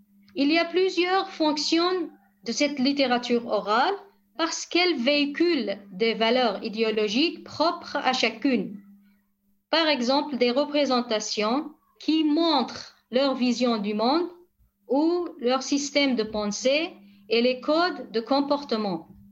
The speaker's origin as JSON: {"language": "French", "region": "Rojava", "country": "Syria"}